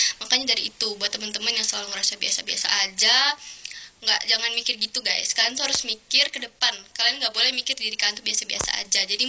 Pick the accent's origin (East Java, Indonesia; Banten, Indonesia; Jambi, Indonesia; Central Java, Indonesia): Jambi, Indonesia; sebagai anak Jambi